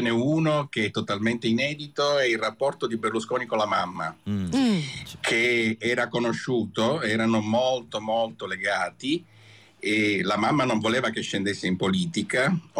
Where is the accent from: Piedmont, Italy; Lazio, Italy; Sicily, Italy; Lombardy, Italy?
Sicily, Italy; No, io sono siciliano.